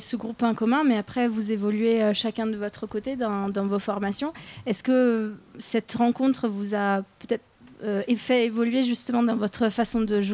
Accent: Italy; Ah, oui, je suis italienne.

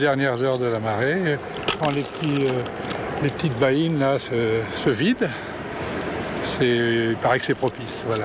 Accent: Brittany, France; born there; moved away; Oh, je suis né en Bretagne, moi, hein, donc la mer, c'est très important.

